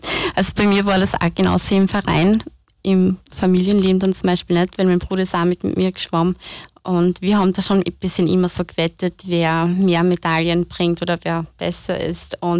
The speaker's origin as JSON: {"language": "German", "country": "Kosovo", "said": "auch ich bin Kosovo-Albanerin aus einem muslimischen Umkreis und damals bin ich auch im Sommer oft in meinem Herkunftsland geschwommen"}